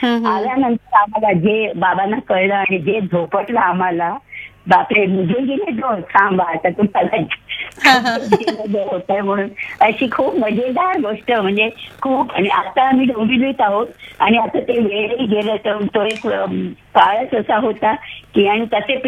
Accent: Mumbai, Maharashtra, India; moved away as an adult; now in Dombivli, India; माझं माहेर बँड्रा आहे।

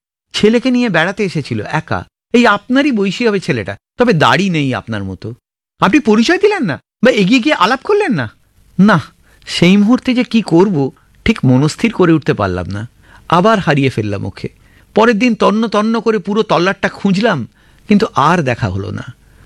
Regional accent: Howrah, West Bengal, India; আগেই বলেছি আমি হাওড়ার ছেলে, ছোট থেকে শিববুর মন্দিরতলা অঞ্চলে বড় হওয়া। ওখানেই দীনবন্ধু কলেজ থেকে সায়েন্স নিয়ে গ্র্যাজুয়েট হয়েছিলাম।

